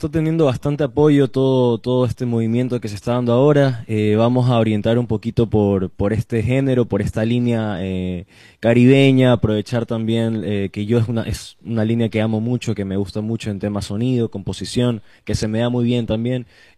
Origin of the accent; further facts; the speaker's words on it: Ecuador; also born or lived in Argentina; Hay mucho, mucho talento en mi país